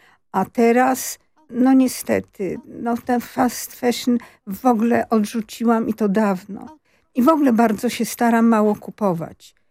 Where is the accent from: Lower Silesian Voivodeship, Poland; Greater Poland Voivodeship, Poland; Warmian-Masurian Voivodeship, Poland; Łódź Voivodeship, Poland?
Łódź Voivodeship, Poland; Łódź; U nas w Łodzi.